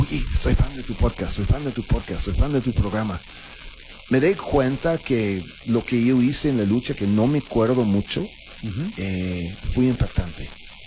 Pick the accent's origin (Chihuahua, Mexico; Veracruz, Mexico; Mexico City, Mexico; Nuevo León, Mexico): Mexico City, Mexico; Soy chilango con acento.